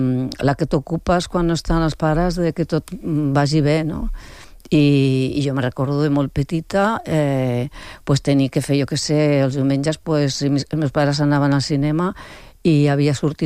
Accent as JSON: {"language": "Catalan", "town": "Barcelona", "region": "Catalonia", "country": "Spain", "tie": "born or raised there", "said": "Pues jo recordo molt el meu barri."}